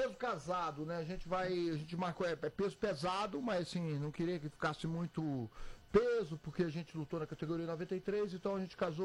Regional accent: Minas Gerais, Brazil; É, então, eu sou do interior de Minas.

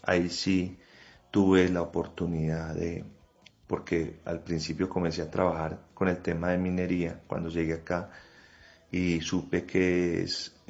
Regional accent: Manizales, Caldas, Colombia; now in Medellín, Colombia; Pues realmente yo soy de Manizales, ¿cierto?

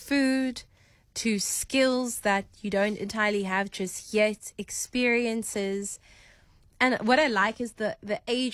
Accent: Caledon, Western Cape, South Africa; moved away as an adult; now in Cape Town, South Africa; I was born in Cape Town, but I grew up in Caledon since I was six.

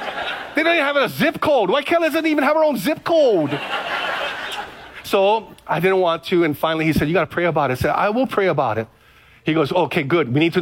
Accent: Hawaii, United States; now in Kaneohe, United States; I'm from the Big Island, FBI. Kaneohe, I'm in Kaneohe. I get plenty of rain.

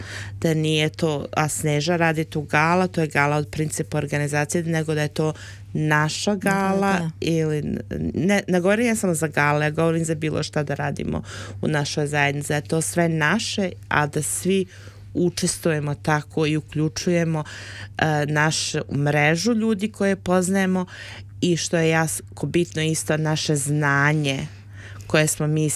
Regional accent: Serbia; ali u isto vrijeme ima deo, mi smo Srbi

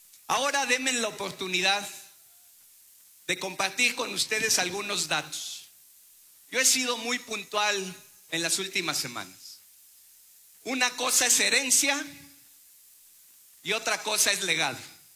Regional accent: San Luis Potosí, Mexico; los potosinos estamos llamados a reconciliarnos

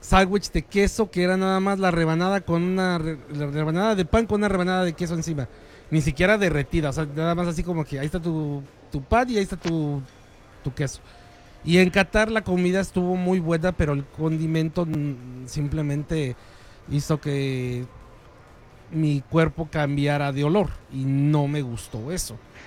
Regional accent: Mexico; Lo que sí extrañaba como buen mexicano era mi salsita, la tortilla y el frijol.

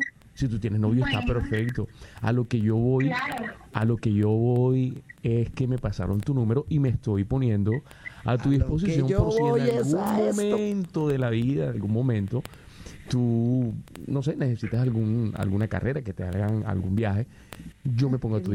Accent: Barranquilla, Atlántico, Colombia; Yo soy de aquí de Barranquilla.

